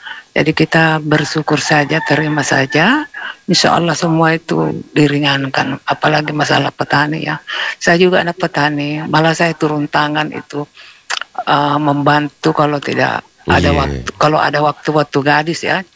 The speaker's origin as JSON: {"language": "Indonesian", "town": "Makassar", "region": "South Sulawesi", "country": "Indonesia", "tie": "born or raised there", "said": "saya anak Makassar atau lahir di Makassar, tapi saya lebih suka di daerah begitu"}